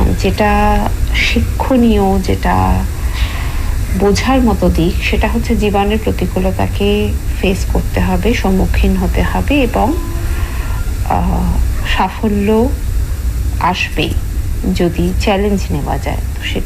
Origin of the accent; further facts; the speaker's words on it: Kolkata, West Bengal, India; moved away as an adult; now in Delhi, India; আমি দিল্লি থেকে … বলছি। আমার জন্ম বেড়ে ওঠা সবই কলকাতায়। শিক্ষার প্রথম ভাগটা আমি কলকাতা থেকেই সমাপ্ত করি, বিয়ে হয় দিল্লিতে। 18 বছর আগে দিল্লি চলে আসা